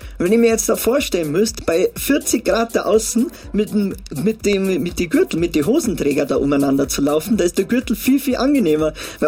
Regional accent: Munich, Bavaria, Germany; Hier, aus Minga.

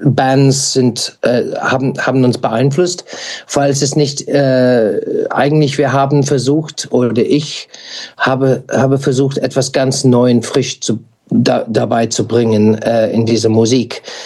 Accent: United Kingdom; German is a second language; moved away; als Brite

